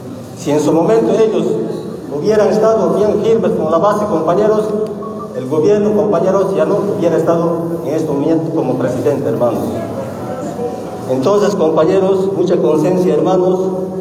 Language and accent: Spanish; Bolivia; Nosotros como bolivianos